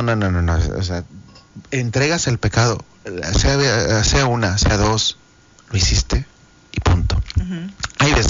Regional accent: Mexico

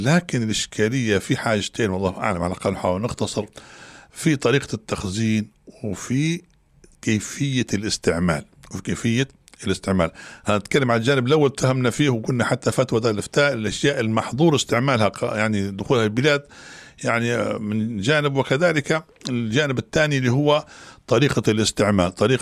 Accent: Libya; وحنا كنا كليبيين نعرفوا استنزاف الأرض

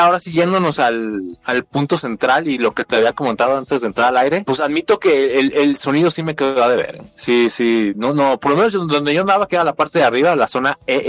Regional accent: Guadalajara, Jalisco, Mexico; yo no soy de la Ciudad de México, soy de Guadalajara

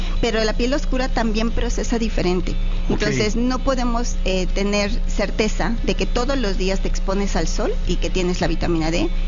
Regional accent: Mexico

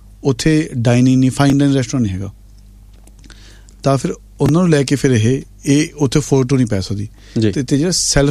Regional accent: Patiala, Punjab, India; ਮੈਂ ਖੁਦ ਪਟਿਆਲੇ ਤੋਂ ਹਾਂ, ਮੈਂ ਪੰਜਾਬੀ ਐਮ ਐਫ ਹਾਂ ਨਾ

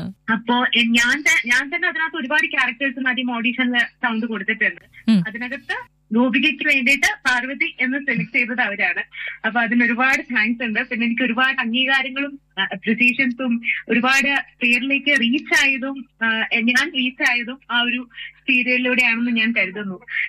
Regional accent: Thiruvananthapuram, Kerala, India; എന്റെ നാട് ട്രിവാൻഡ്രം ആണ്, ഹസ്ബൻഡിന്റെ നാട് പന്തളമാണ്.

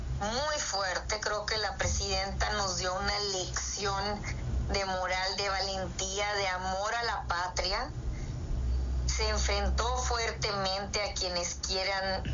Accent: Mexico; nuestra dignidad como mexicanas y mexicanos

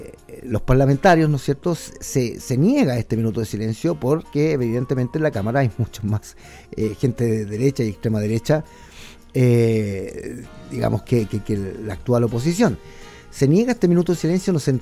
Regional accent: Chile

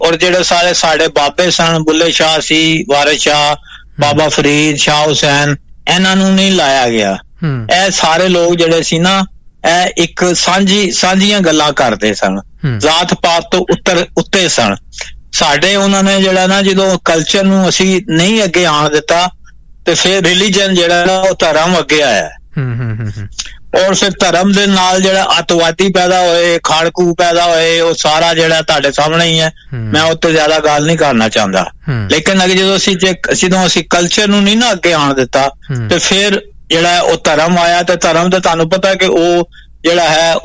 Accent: Punjab, Pakistan; ਸਾਡੇ ਪਾਸੇ ਜਿਹੜਾ ਸਾਡਾ ਪਾਕਿਸਤਾਨੀ ਪੰਜਾਬ ਹੈ ਨਾ ਉਹ ਤੇ ਇੱਕ ਬੜਾ ਓਵਰ ਪਾਪੂਲੇਟਡ ਹੋ ਗਿਆ

